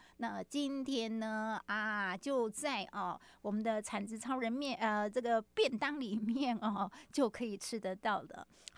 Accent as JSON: {"language": "Chinese", "region": "Miaoli County", "country": "Taiwan", "tie": "born or raised there", "moved": "yes", "said": "这就让我想起了我的故乡苗栗，"}